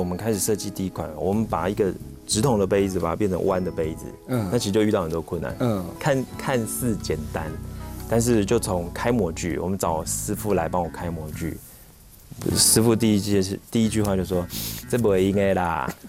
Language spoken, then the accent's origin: Chinese; Yingge, New Taipei, Taiwan; 因为从小都玩到大， 对， 都在莺歌